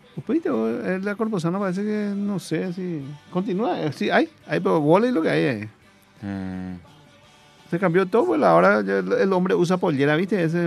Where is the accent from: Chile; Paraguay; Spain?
Paraguay; yo soy paraguayo